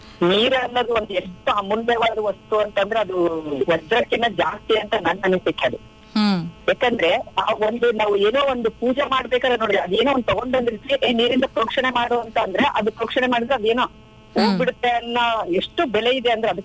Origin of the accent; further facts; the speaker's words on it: Davanagere, Karnataka, India; now in Chitradurga, India; ನಾನು ಇಲ್ಲಿ ನಾವು ಆಕ್ಚುಲಿ ಮೂಲತಃ ದಾವಣಗೆರೆ ಒಳಗೆ, ಅಲ್ಲಿ ನಮ್ಗೆ ನೀರಿನ ಸಮಸ್ಯೆ ಕಂಡು ಬರ್ತಿದ್ದಿಲ್ಲ. ಇಲ್ಲಿ ದುರ್ಗಕ್ಕೆ ಬಂದಾಗಲೇ ನೀರಿನ ಸಮಸ್ಯೆ ಬಹಳನೇ ಇತ್ತು.